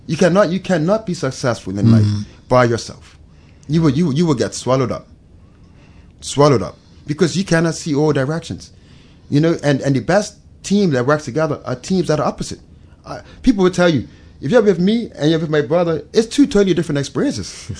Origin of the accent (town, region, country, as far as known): Bermuda